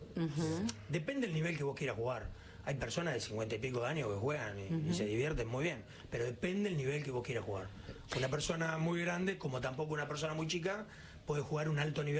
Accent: Saladillo, Buenos Aires Province, Argentina; Yo soy de Saladillo, de provincia de Buenos Aires, así que es un pueblo del interior de la provincia de Buenos Aires.

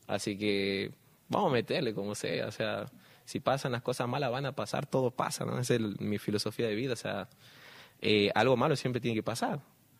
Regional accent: Jujuy, Argentina; moved away; bueno, a mí me costó mucho salir de Jujuy.

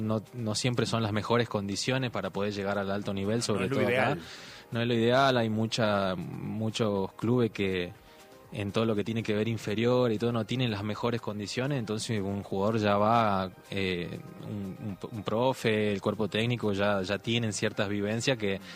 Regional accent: Jujuy, Argentina; como jujeño yo también tengo el orgullo de decir, tengo colegas que están también trabajando en alto nivel

